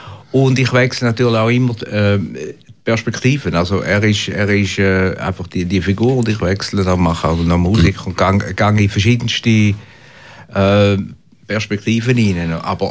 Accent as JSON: {"language": "German", "region": "St. Gallen", "country": "Switzerland", "also_born_or_lived": "Basel", "moved": "yes", "lives_now": "Delémont, Switzerland"}